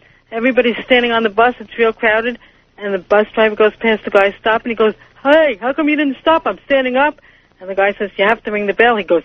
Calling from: Honolulu, Hawaii, United States; And I'm calling you from Honolulu.

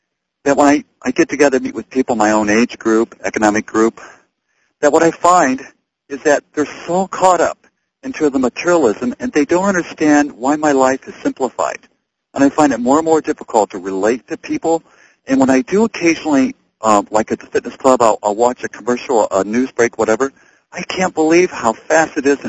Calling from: Bellingham, Washington, United States; calling from Bellingham.

